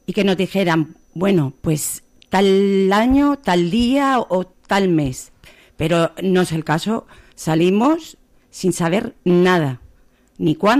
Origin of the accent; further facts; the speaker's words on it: Guardamar del Segura, Valencian Community, Spain; yo soy de Guardamar del Segura